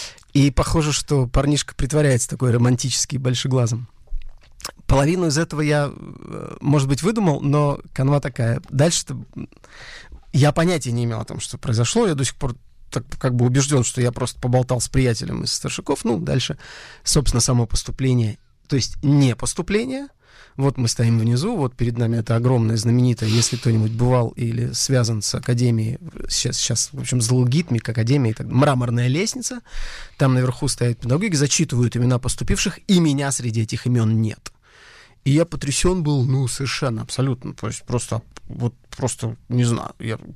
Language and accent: Russian; Murmansk, Murmansk Oblast, Russia; И уезжаю в родной город Мурманск в этом шоке, где мама моя